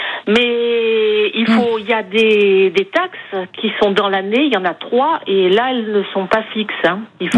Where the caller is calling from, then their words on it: Aix-en-Provence, Provence-Alpes-Côte d'Azur, France; Oui, je suis à Aix.